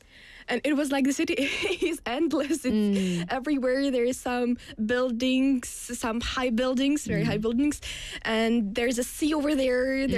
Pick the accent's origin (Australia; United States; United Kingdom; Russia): Russia; English is a second language; now in South Korea; And actually, in my hometown, Russia is really spacious because there's a lot of space, and a very little amount of people.